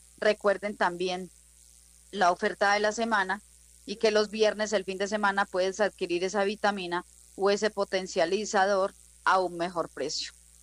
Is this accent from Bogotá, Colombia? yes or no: no; Argelia, Valle del Cauca, Colombia; moved away; que suba a ejercer mi voto, voy a llevar los productos naturales que necesiten en Argelia Valle. Un saludito muy especial a la gente de mi pueblo.